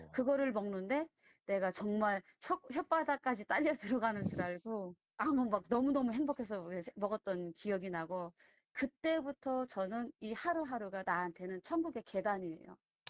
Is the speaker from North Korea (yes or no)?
yes; North Hwanghae, North Korea; born or raised there; moved away as an adult; now in South Korea